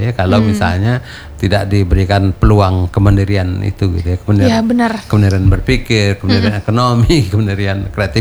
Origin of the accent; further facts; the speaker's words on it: Peranap District, Batu Rijal, Riau, Indonesia; di kampung saya itu di kawasan Tiga Lorong, Kecamatan Peranap itu di Batu Rijal